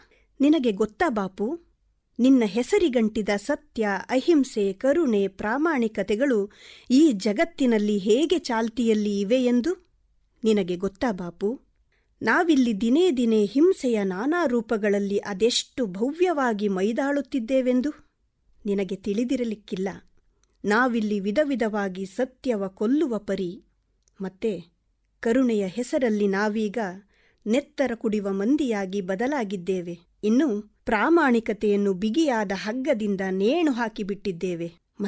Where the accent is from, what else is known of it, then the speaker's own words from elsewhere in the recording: Kodagu, Karnataka, India; moved away as an adult; also born or lived in Tiptur / Tumakuru / Belagavi; now in Mysore, India; ಮೂಲತಃ ಕೊಡಗಿನವಳು.